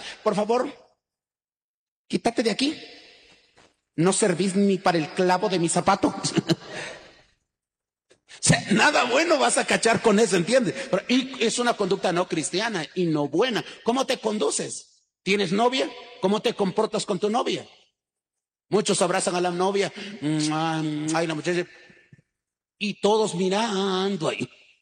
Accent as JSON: {"language": "Spanish", "country": "Guatemala", "said": "Es como cuando decimos soy chapín"}